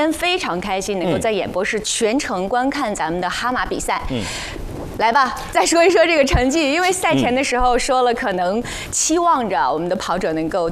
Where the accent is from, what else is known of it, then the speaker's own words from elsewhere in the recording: Harbin, Heilongjiang, China; 觉得我们哈尔滨人非常的热情